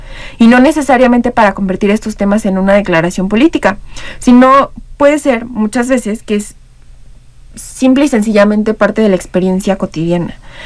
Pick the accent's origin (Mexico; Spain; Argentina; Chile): Mexico